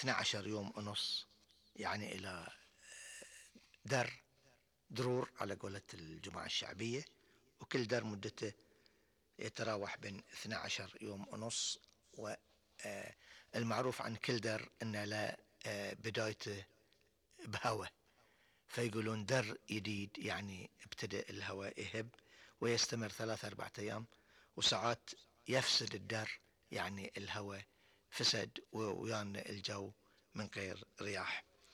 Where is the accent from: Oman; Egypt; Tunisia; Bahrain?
Bahrain; وعندنا في البحرين ما أقدر أقول إن فترة المطر